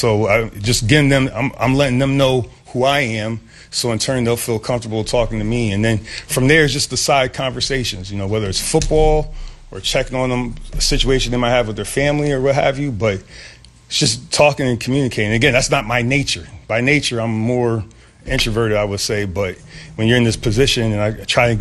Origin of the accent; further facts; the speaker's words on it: Waterbury, Connecticut, United States; here I'm a kid from Waterbury, Connecticut.